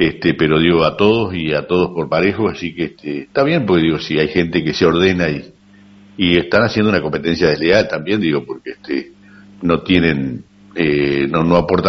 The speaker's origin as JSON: {"language": "Spanish", "country": "Uruguay", "said": "somos uruguayos"}